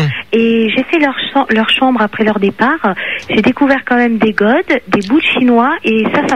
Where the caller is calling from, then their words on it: Paris, Île-de-France, France; Je suis de Paris, j'ai 32 ans.